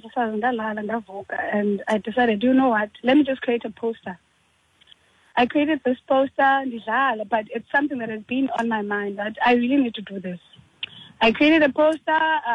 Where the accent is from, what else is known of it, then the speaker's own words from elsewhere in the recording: East London, Eastern Cape, South Africa; I am from Duncan Village.